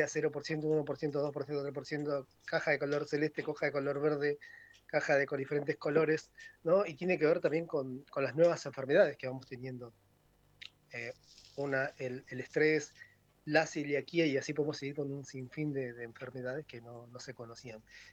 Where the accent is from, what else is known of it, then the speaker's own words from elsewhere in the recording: Avellaneda, Buenos Aires Province, Argentina; yo porque soy de Avellaneda